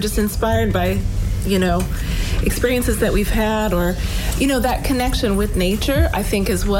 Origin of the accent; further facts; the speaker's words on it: Helena, Montana, United States; my hometown of Helena, Montana.